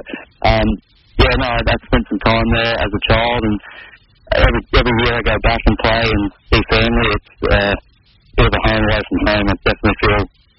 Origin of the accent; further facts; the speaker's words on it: Mackay, Queensland, Australia; I'm a kid from Mackay, and all of a sudden I was playing in Madrid, the game I've loved since I was 9 years old.